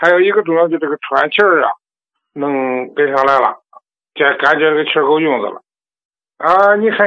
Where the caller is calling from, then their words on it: Handan, Hebei, China; 王老师，我是河北邯郸的，我们算老朋友了。